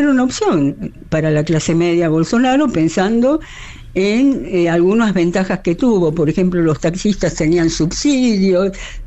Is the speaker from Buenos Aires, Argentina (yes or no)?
yes; Buenos Aires, Argentina; now in Brazil; yo soy porteña de Buenos Aires